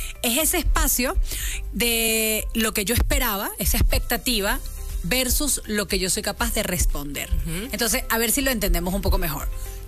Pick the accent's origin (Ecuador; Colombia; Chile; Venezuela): Venezuela; moved away; yo soy inmigrante. Uh-huh. Una cosa es una crisis que yo viví en Venezuela como venezolana a una edad.